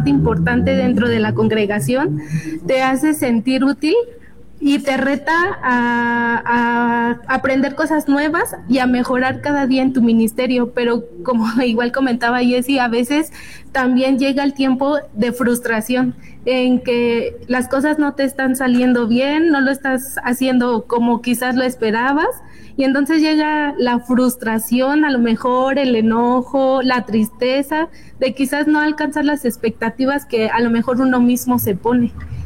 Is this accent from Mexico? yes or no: yes; Mexico